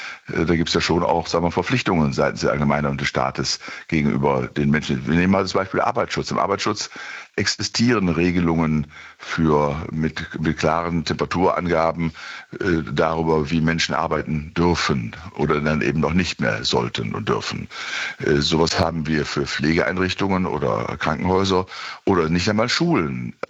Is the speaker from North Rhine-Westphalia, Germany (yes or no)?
yes; Bielefeld, North Rhine-Westphalia, Germany; in meiner Heimatstadt Bielefeld ist eine vor ja, 3-4 Jahren eine neue Ordnung des Innenstadtbereichs vorgenommen worden